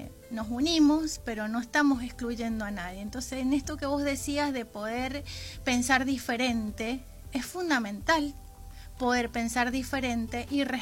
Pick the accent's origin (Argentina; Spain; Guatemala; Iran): Argentina; Sí, porque exacto, en realidad me siento orgullosa